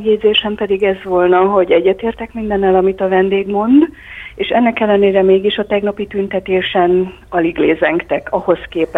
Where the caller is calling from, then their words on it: Hungary; Vidéki vagyok.